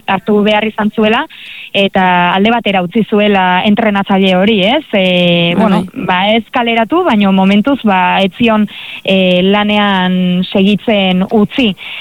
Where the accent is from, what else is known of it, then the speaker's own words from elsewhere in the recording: Lesaka, Navarre, Spain; aspaldiko kontua da, baino nire herrian, Lesakan, oroitzena ez